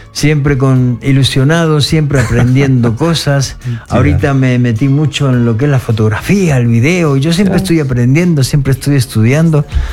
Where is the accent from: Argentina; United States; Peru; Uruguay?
Uruguay; moved away as an adult; also born or lived in Spain; Cuando nosotros salimos de Uruguay, cuando yo soy uruguayo y salimos de allá